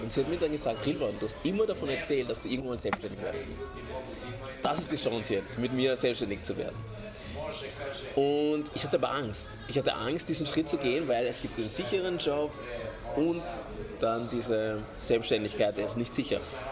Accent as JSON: {"language": "German", "country": "Austria", "tie": "born or raised there", "said": "Ich bin als Kind aufgewachsen in Österreich."}